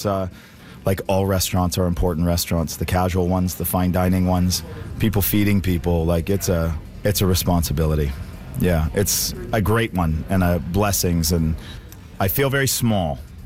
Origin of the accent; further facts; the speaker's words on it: Calgary, Alberta, Canada; I'm from the prairies. I'm from Calgary.